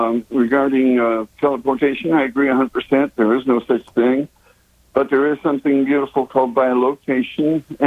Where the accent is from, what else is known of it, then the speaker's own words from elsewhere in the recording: Tulsa, Oklahoma, United States; I'm from Tulsa also.